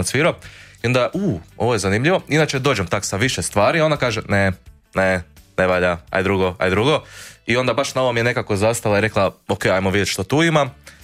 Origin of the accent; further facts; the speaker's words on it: Voloder, Sisak-Moslavina County, Croatia; Dakle, mi živimo u Voloderu. Iz Volodera smo oboje, živimo 5 minuta autom jedan od drugog